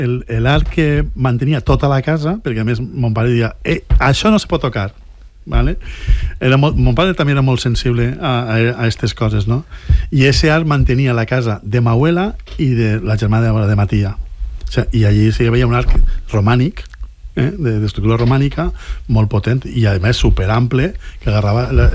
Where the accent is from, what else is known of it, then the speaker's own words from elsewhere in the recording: Oliva, Valencian Community, Spain; Oliva és un potencial gastronòmic. O sea, jo amb el meu poble